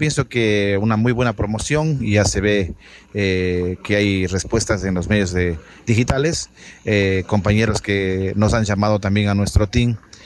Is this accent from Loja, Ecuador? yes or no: no; Macas, Morona Santiago, Ecuador; a pesar de que somos de Macas